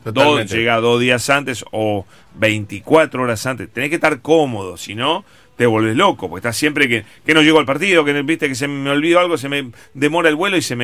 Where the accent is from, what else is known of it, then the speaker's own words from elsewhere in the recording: Berisso, Buenos Aires Province, Argentina; Soy de Berizo.